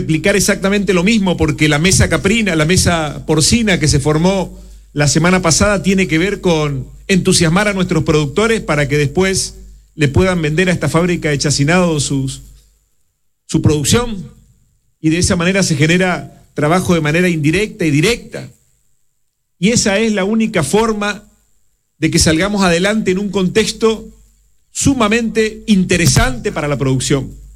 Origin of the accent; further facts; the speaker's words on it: Chaco, Argentina; somos más los chaqueños que queremos emprender, que somos más los chaqueños que queremos una provincia que genere sus propios recursos.